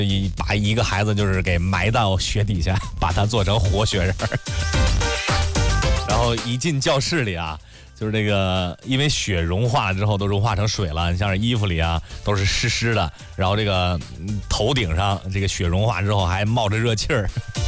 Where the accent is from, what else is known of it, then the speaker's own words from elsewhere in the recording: Heilongjiang, China; 因为我也是在黑龙江小时候长大的。